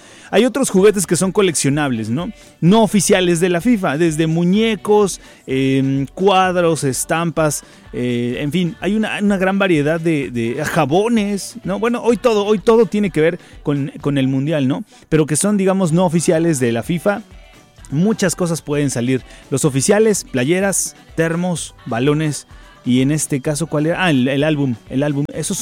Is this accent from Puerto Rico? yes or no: no; Mexico